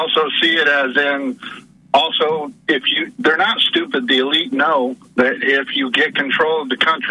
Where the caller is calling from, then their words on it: Tennessee, United States; from Tennessee.